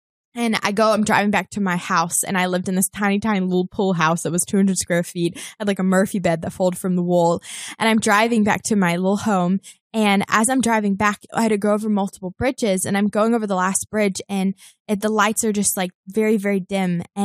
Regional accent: New Zealand; moved away as an adult; now in Los Angeles, United States; I just moved to LA. I grew up in New Zealand, moved to LA. I'm doing my master's at Fuller Seminary.

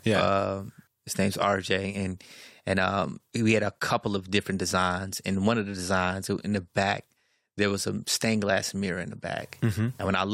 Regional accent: Chicago, Illinois, United States; it's my Chicago Bulls cap, because I'm from Chicago.

